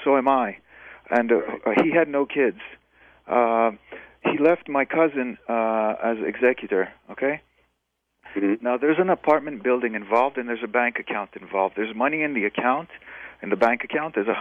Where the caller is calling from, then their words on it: Montreal, Quebec, Canada; So I'm also in Montreal right now.